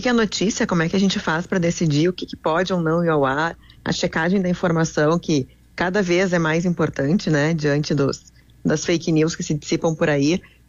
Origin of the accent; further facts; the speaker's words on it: Porto Alegre, Rio Grande do Sul, Brazil; Eu sou daqui mesmo, sou de Porto Alegre.